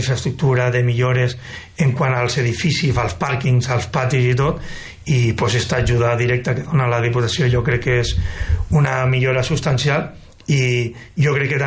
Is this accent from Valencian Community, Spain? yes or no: yes; Vinaròs, Valencian Community, Spain; born there; Jo soc fill de Guàrdia Civil, vaig néixer en el quartel de Vinaròs, d'aquí, d'esta localitat. Tinc 47 anys